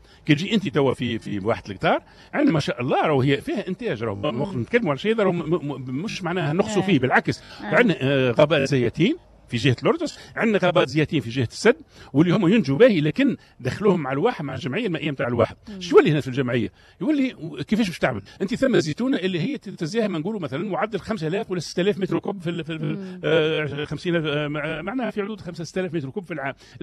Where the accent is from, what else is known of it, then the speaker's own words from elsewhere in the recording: Tunisia; وإحنا عندنا في تونس